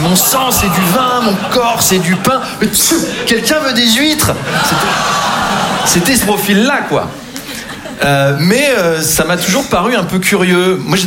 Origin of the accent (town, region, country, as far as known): Versailles, Île-de-France, France; born or raised there